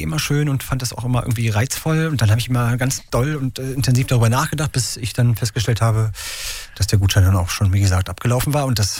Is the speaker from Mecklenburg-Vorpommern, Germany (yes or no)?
yes; Ueckermünde, Mecklenburg-Vorpommern, Germany; born there; Ist meine Geburtsstadt.